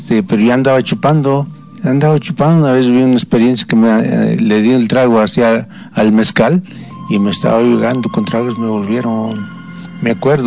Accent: Zacualpan, State of Mexico, Mexico; moved away; Yo soy del municipio de Zacualpa, Estado de México, de un pueblo que se llama Bergama de la Paz, ¿verdad? Y pues ahí a mi pueblo le dicen el pueblo de los profesores, porque hay mucho profesor. Bueno, había, ¿verdad? En ese entonces, sí, porque es un pueblo minero

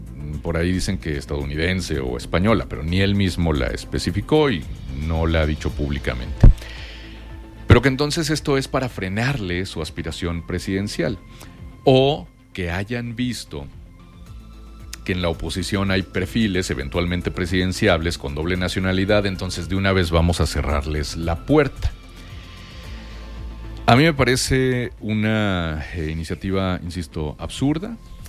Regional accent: Mexico; todos somos mexicanos

